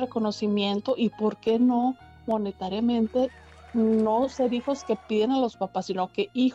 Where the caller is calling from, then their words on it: Nueva Rosita, Coahuila, Mexico; Desde Nueva Rosita, Coahuila